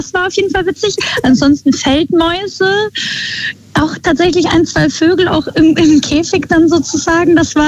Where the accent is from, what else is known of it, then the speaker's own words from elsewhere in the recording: Regensburg, Bavaria, Germany; moved away as an adult; now in Hamburg, Germany; Ich bin damals von Regensburg nach Hamburg gezogen